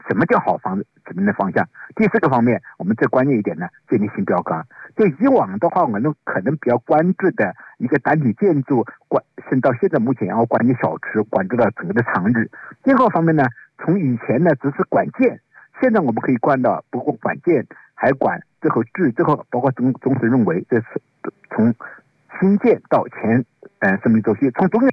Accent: China; 我们中国人

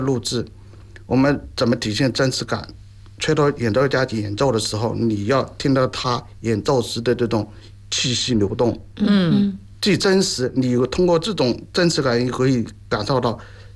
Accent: China; 在我们中国人来说呢

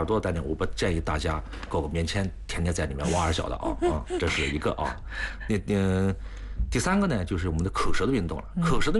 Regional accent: China; 我感觉我们中国人民啊，真的是让我很震惊啊！

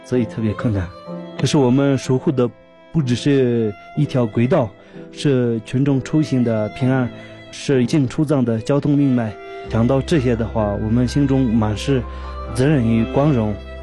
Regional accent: Amdo, Tibet, China; 我是来自于青藏铁路安多段措那湖大队的护路队员

